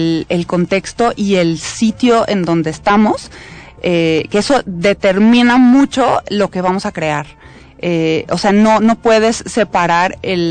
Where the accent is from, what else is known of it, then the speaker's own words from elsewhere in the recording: Guadalajara, Jalisco, Mexico; moved away; also born or lived in Mexico City; a pesar de que yo soy de Guadalajara, el sitio donde empecé a componer fue aquí en la Ciudad de México